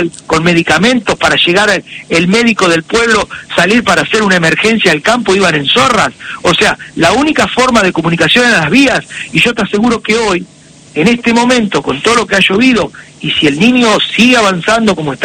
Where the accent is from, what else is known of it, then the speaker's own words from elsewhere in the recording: Timote, Buenos Aires Province, Argentina; vuelvo a Timote, sí, y no podía llegar. Llegué a Tejedor por ruta, por General Villegas, por Intendente Alvear, General Villegas, llegué a Tejedor y no podía llegar a Timote, donde yo me iba a radicar en mi pueblo